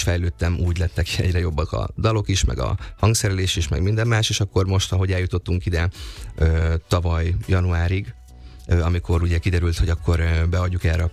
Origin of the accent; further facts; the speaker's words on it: Nyíregyháza, Szabolcs-Szatmár-Bereg, Hungary; now in Budapest, Hungary; akkor én egy tévéműsor kapcsán költöztem fel Budapestre Nyíregyházáról, én Nyíregyházán éltem, ott is érettségiztem